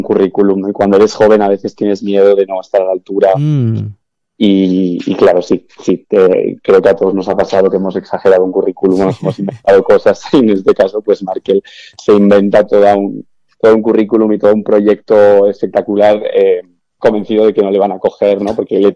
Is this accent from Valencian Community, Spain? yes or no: no; Navarre, Spain; yo soy de Navarra